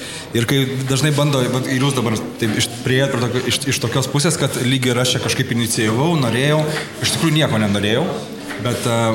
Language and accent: Lithuanian; Siesikai, Vilnius County, Lithuania; accent: Aukštaitian; now in Rapolas, Lithuania; aš nenutolau nuo Aukštaitijos, nes aš esu irgi iš Aukštaitis, iš Siesikų